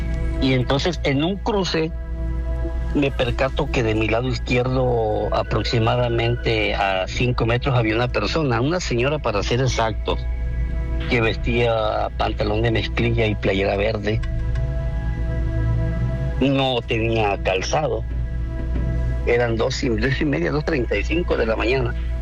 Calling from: Coatzacoalcos, Veracruz, Mexico; De Veracruz, para ser exacto, Coaxacualcos

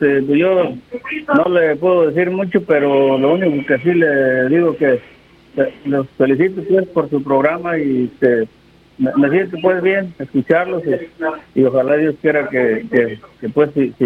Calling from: Fresno, California, United States; De aquí, de Fresno.

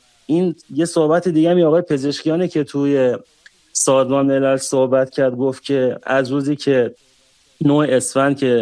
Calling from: Shiraz, Fars, Iran; من خودم تو صنف لوازم یدکی مشغول هستم تو شیراز.

